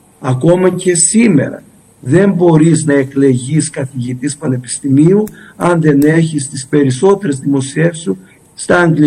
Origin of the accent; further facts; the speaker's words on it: Crete, Greece; accent: Cretan; ως κριτικός μιλώντας